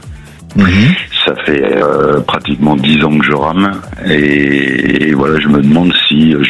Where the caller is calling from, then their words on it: Pézenas, Occitanie, France; De Pézenas.